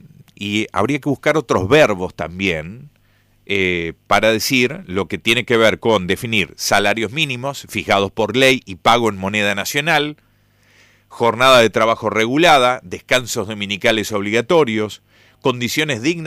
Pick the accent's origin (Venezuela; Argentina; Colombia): Argentina; Gualeguaychú, Entre Ríos; uno está nacido y criado acá en Gualeguaychú